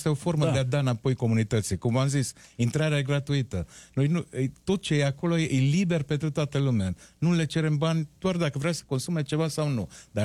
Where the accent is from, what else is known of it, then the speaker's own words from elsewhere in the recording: Romania; să ne bucurăm că suntem români